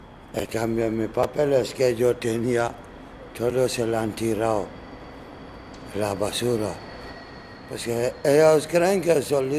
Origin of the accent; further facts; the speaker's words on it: Conakry, Guinea; Spanish is a second language; Soy de Guinea, Conakry.